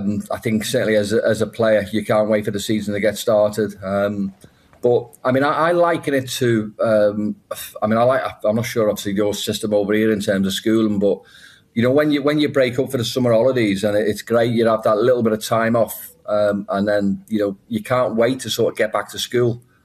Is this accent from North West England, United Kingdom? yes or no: yes; Liverpool, North West England, United Kingdom; I'm from Liverpool, home